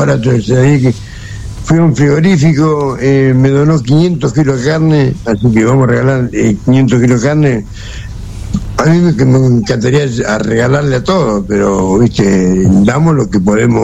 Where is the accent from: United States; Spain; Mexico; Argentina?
Argentina; yo soy argentino.